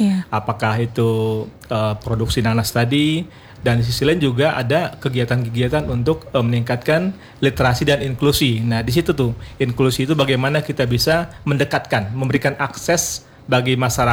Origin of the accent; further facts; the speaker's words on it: Riau, Indonesia; Saya kan asli Riau juga nih. Jadi waktu kecil itu saya juga ada lihat tuh ada nanas di Riau ya.